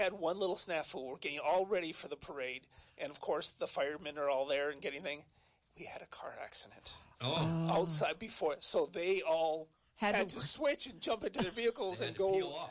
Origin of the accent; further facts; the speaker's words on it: Iron River, Michigan, United States; But no, I grew up 90 minutes away. I grew up in Iron River.